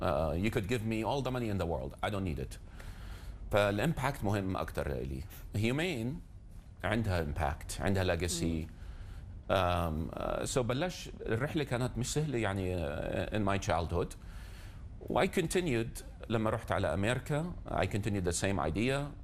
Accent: Jordan; born there; يعني أنا انولدت بالأردن، عيلتي نص عيلتي كلها شركسية، نص عيلتي أردنية.

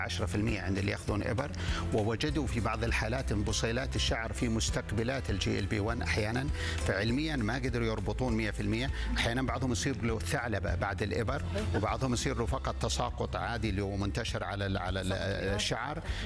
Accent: Saudi Arabia; ونفتخر فيها كسعوديين

